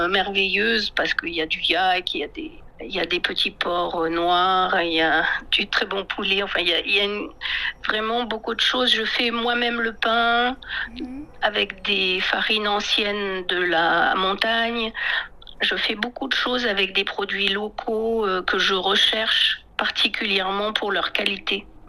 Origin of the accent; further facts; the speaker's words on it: France; Donc moi, ce que je suis, c'est j'ai beaucoup voyagé au Yunnan, mais je suis française